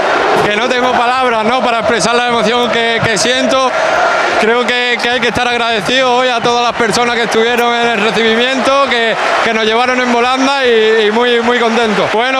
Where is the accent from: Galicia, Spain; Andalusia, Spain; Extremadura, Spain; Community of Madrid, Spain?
Andalusia, Spain; Málaga; la gente que somos de Málaga.